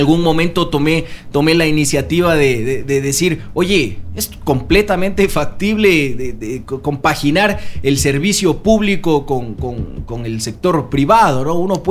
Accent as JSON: {"language": "Spanish", "region": "Loja", "country": "Ecuador"}